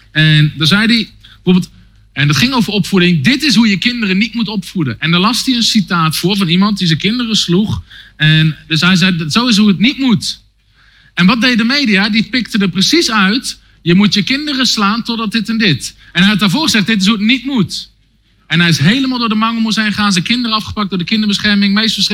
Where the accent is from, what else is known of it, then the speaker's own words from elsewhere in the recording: Netherlands; wij als Nederlanders